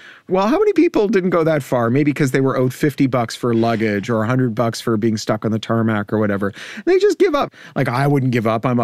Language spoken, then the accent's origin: English; Canada; for me as a Canadian, which is the Air Canada story.